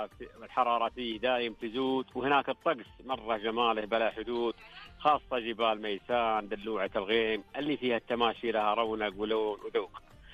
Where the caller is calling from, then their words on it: Taif, Makkah Province, Saudi Arabia; اليوم حلوة طبعا في الطائف، الأجواء في ذي الوقت هذا في الظهيرة حارة